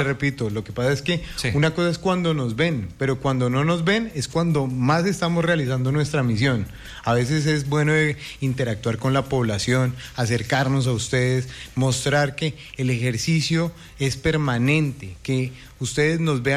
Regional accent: Colombia; estamos acá como colombianos, como ciudadanos colombianos también

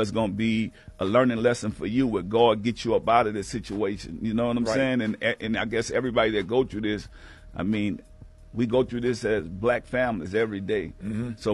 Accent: New Orleans, Louisiana, United States; Yeah, so you know, I'm from New Orleans, and then I went to Richmond, California.

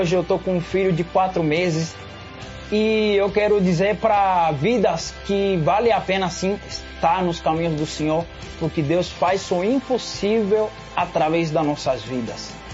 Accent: Cuba; now in Brazil; Eu vim de Cuba, eu sou cubano, nascido em Cuba, então lá é um pouco difícil porque lá a religião é diferente.

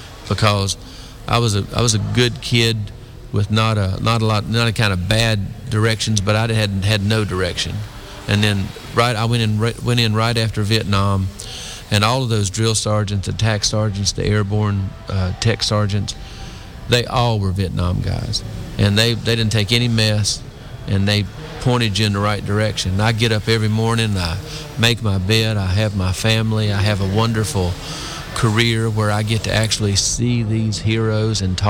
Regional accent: North Carolina, United States; Well, I grew up in North Carolina, and I was adopted when I was 5 years old.

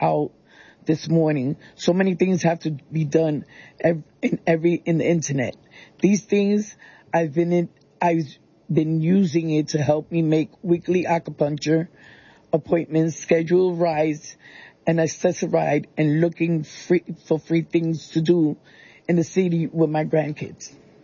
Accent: New York City, New York, United States; I'm born and raised in New York City. I've been living in this building since 2013.

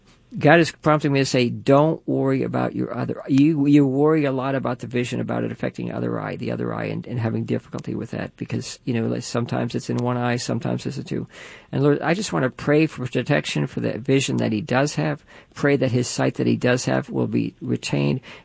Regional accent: Levittown, New York, United States; now in San Francisco, United States; Perfect. I grew up in Levittown for a while, so.

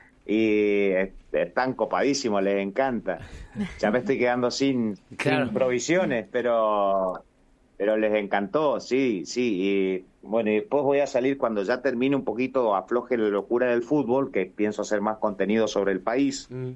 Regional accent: Argentina; nos preguntan de dónde sos. De Argentina, le digo.

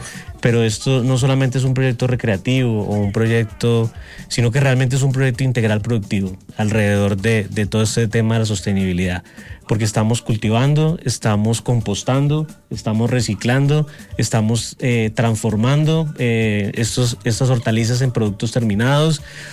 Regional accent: Ibagué, Tolima, Colombia; now in Bogotá, Colombia; venimos los duros de Ibagué. Realmente, realmente sí venimos con una banderita de emprendimiento, de fortaleza empresarial acá a Bogotá.

